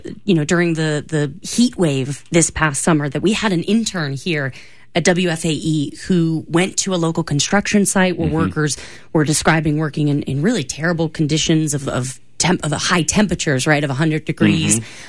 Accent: Charlotte, North Carolina, United States; we are both from Charlotte, North Carolina.

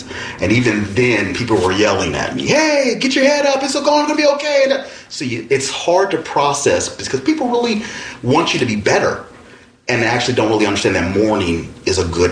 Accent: Altadena, California, United States; I know everybody in that neighborhood. I grew up in Altadena.

